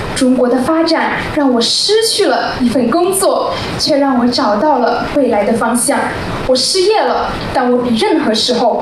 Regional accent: Guinea; now in Guangzhou, China; 我来自非洲几内亚，是一名在广州成长学习的口腔医学生。

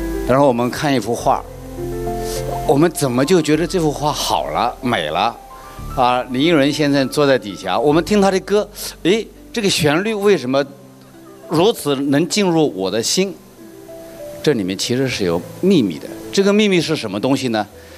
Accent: China

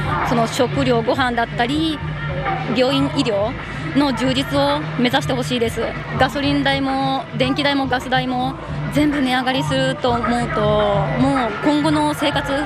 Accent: Shizuoka, Japan; うちの実家が静岡県なんですけど、もう気づいたらもう。自衛隊がもう武器を配備、ミサイル配備してたって聞いて

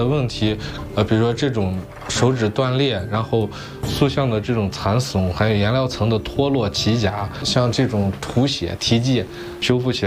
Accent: Tianshui, Gansu, China; 我就是从小就在麦积山生长，在不会走路的时候就被妈妈抱着上麦积山，长大之后就自己上麦积山，看着这里的壁画塑像长大的

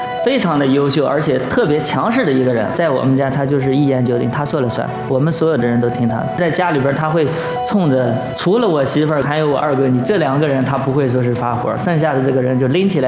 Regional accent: Shanxi, China; now in Tianjin, China; 我是一个山西人，我大老远来天津组建了一个家庭

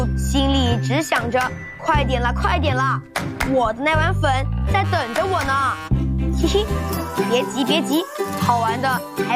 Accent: Liuzhou, Guangxi, China; 我的家乡柳州现在可火了。

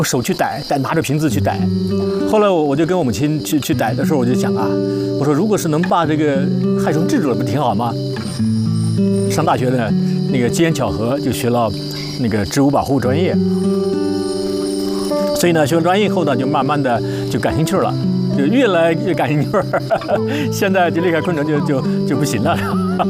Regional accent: Henan, China; 因为我小时候呢，生活在那个豫东平原，比较穷，但是呢，那环境保护得很好

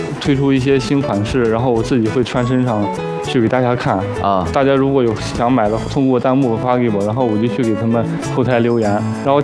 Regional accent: Hebei, China; 我来自于河北省，在天津职业大学所学专业是电子商务。

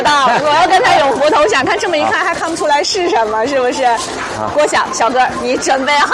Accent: northeastern China, China; 但这个我们东北人叫拉拉果。

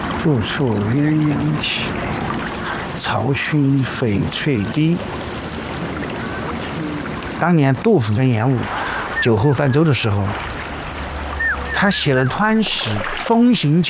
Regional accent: Sichuan, China; accent: Sichuan dialect; 拿我们四川话讲二麻二麻的这种很放松的一种状态下

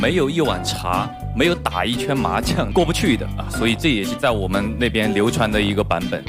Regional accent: Sichuan, China; 我是四川人，然后呢，在我的印象当中，我家乡那边呢也有一首非常经典的民歌。

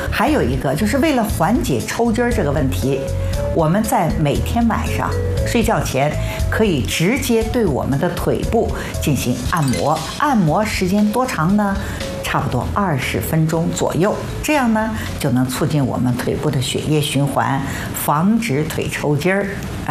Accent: southern China, China; 像我们南方的面都是加了碱水的

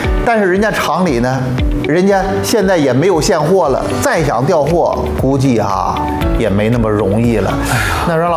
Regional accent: Xuzhou, Jiangsu, China; 大家好，我是来自徐州的

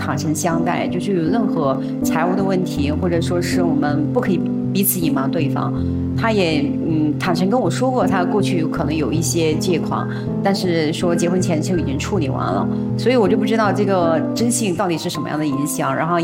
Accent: Hunan, China; now in Shenzhen, China; 我今年43岁，我是来自湖南，现居深圳，是一家服装公司的老板，也是一个品牌创始人。

